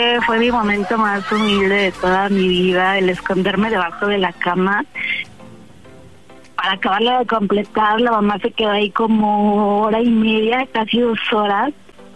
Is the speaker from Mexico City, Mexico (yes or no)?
yes; Mexico City, Mexico; Tengo 27 años, de la Ciudad de México.